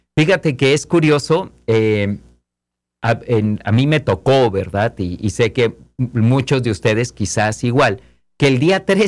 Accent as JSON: {"language": "Spanish", "country": "Mexico", "tie": "born or raised there", "moved": "yes", "lives_now": "Valley of the Sun, Arizona, United States", "said": "para quienes somos originarios de México, quienes tenemos esa patria"}